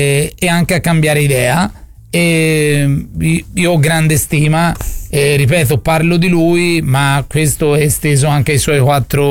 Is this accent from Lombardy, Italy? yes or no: no; Florence, Tuscany, Italy